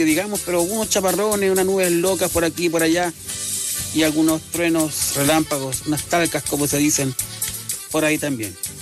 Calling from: Copiapó, Atacama, Chile; desde Copiapó.

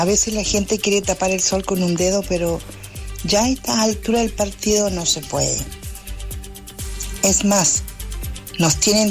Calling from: Chile; a mí como chileno no me está gustando. Me tiene como en un futuro incierto. Es más, yo soy una persona de 66 años

